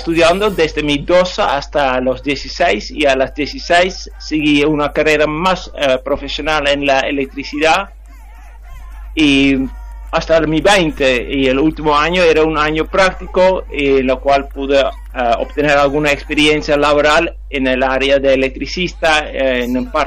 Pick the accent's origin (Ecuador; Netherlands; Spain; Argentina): Netherlands; Aalsmeer, North Holland; Spanish is a second language; moved away as an adult; now in Canelones, Uruguay; nací en Holanda, y parte que en donde yo nací era sobre la costa. Entonces, un lugar muy famoso por los tulipanes de Holanda, y entre los tulipanes nací yo.